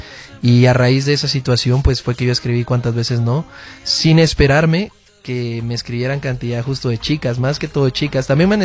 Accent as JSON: {"language": "Spanish", "town": "Guatemala City", "region": "Guatemala Department", "country": "Guatemala", "said": "Yo soy originario de Guatemala, de la zona 5 de Guatemala."}